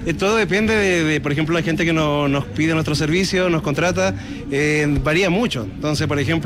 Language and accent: Spanish; Los Andes, Valparaíso, Chile; Nosotros somos de los Andes